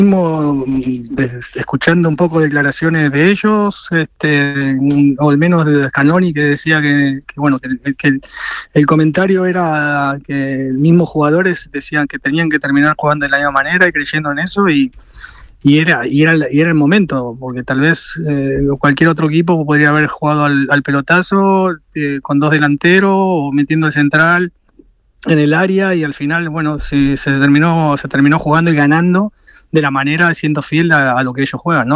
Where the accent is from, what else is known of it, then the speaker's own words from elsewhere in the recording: Argentina; como argentinos a nosotros nos ilusiona muchísimo.